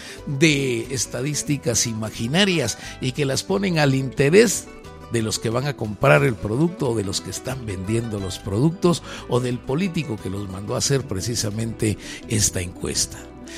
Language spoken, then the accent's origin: Spanish; Guatemala; así somos los guatemaltecos